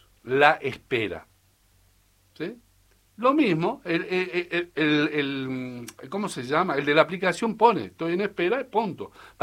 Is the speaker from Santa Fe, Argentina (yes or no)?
no; Salta, Argentina; Anta, mi tierra arisca!